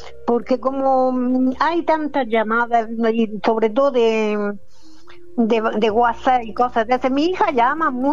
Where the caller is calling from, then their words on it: Motril, Andalusia, Spain; ¿y sabes que soy de Motril?